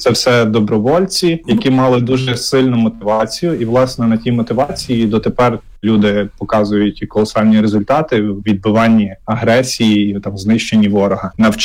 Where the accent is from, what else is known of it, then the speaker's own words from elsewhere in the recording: Lviv Oblast, Ukraine; я родом зі Сколівщини, Бойківський край, але я зрозумів, що потрібно зараз всім гуртуватися